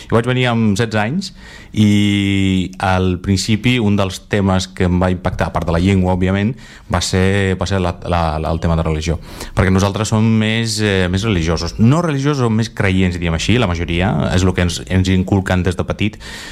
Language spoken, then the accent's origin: Catalan; Azerbaijan; Catalan is a second language; now in Spain; De fet, vaig perdre 2 anys comparat amb els meus companys d'Azerbaijan. Primer vaig aprendre català el primer any i, clar, no sabia res, només anglès.